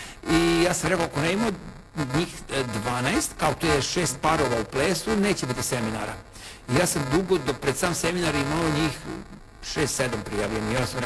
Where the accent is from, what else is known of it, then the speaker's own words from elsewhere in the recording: Vojvodina, Serbia; ja sam iz Vojvodine, Sarota Vanko kod Subotice